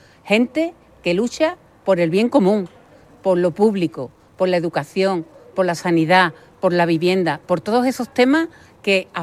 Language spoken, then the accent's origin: Spanish; Andalusia, Spain; Tenemos que tener orgullo de ser andaluces, de amar nuestra patria